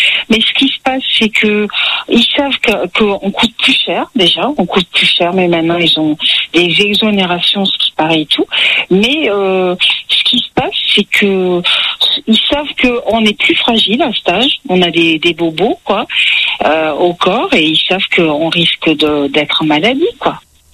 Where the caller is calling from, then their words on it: Clermont-Ferrand, Auvergne-Rhône-Alpes, France; c'est une grande ville, oui, oui. J'habite à Clermont-Ferrand, en plus.